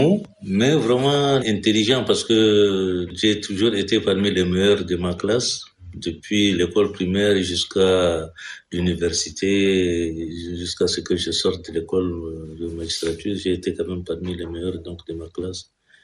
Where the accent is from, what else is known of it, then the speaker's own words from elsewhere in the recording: Chad; j'ai fait toute mon enfance à Bangor. J'ai pratiquement grandi donc à Bangor. J'ai fait donc mon parcours scolaire également donc à Bangor.